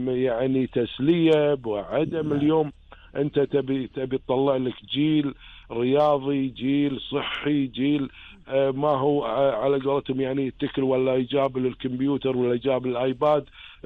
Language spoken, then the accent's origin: Arabic; Kuwait; احنا ككويتيين